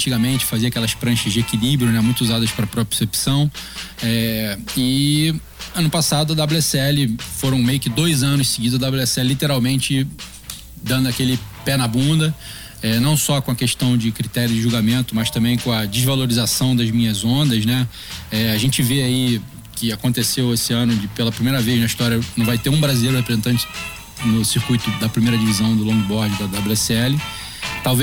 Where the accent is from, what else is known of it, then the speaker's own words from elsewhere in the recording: Brazil; não sou eu como brasileiro falando